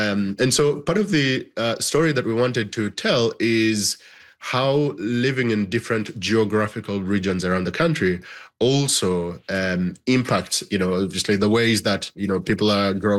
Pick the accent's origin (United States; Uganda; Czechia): Uganda; now in Canada; I was born and raised in Uganda. I'm a Ugandan Canadian now.